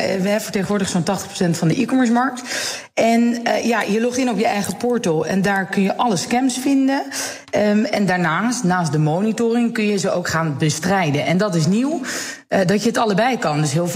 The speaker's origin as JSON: {"language": "Dutch", "country": "Netherlands", "said": "Dat in die koopjesmaanden, waar wij als Nederlanders ontzettend van houden overigens"}